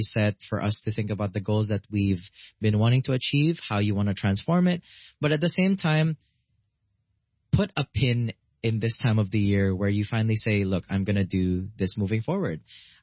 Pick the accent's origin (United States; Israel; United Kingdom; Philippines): Philippines